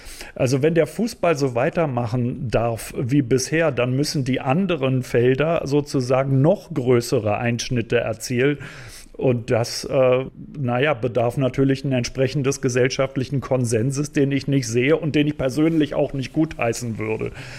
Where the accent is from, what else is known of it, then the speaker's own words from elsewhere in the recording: Berlin, Germany; Also ich bin selber aus Berlin und da wurde halt praktisch erst im Berlin-Brandenburger Raum